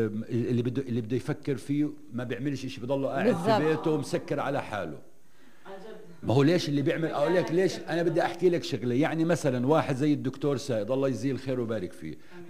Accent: Nablus, West Bank, Palestine; عندنا في نابلس

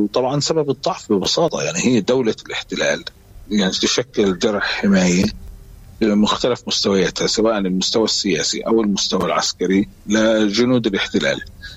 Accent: Palestine; كفلسطينيين

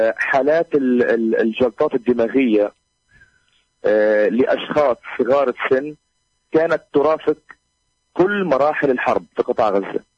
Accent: Palestine; احنا كشعب فلسطيني

